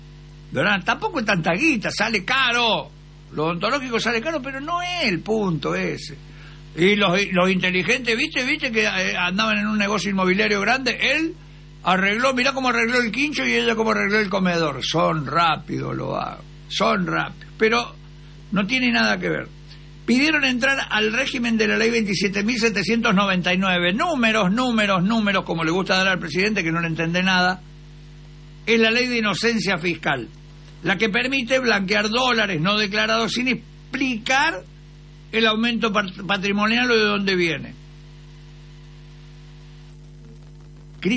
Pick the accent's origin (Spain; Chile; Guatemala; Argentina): Argentina; nos hace mal como argentino.